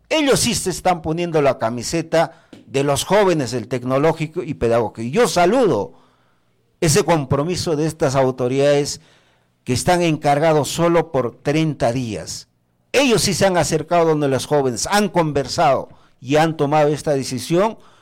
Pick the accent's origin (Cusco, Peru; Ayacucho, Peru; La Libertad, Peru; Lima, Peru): Ayacucho, Peru; ¿No somos nosotros ayacuchanos?